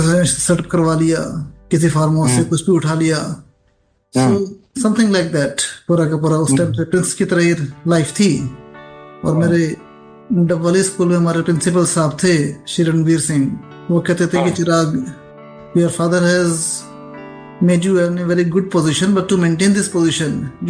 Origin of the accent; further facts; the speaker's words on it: Haryana, India; देखिए, मैं बेसिकली हरियाणा से हूँ।